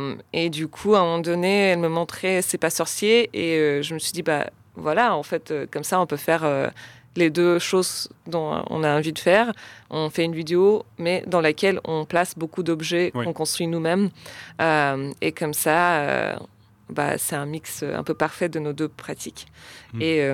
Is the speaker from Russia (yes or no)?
yes; Russia; born or raised there